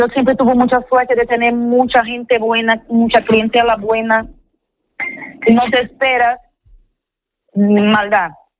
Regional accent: São Luís, Maranhão, Brazil; now in Spain

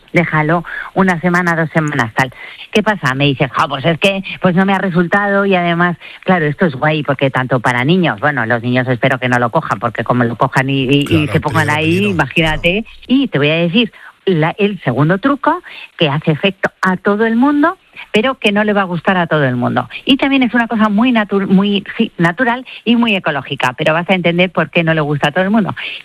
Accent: Spain

